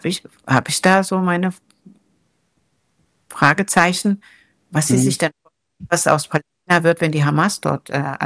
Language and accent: German; Germany; Also ich bin hier nun in Deutschland groß geworden